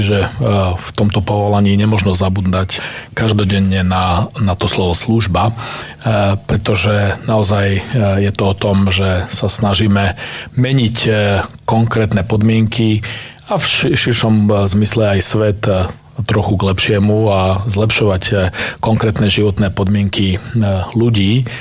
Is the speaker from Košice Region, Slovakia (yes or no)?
no; Tatranská Lomnica, Prešov Region, Slovakia; also born or lived in Poprad / Bratislava; som naozaj pekné detstvo prežil vo Vysokých Tatrách, Tatranskej Lomnici. Narodil som sa síce v Poprade, Spišskej Sobote, ale detstvo som naozaj prežil v našich krásnych Tatrách